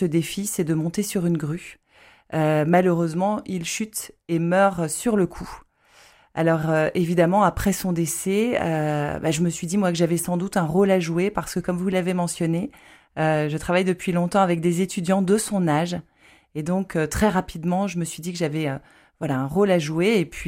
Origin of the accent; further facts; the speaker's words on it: Lille, Hauts-de-France, France; je suis originaire de Lille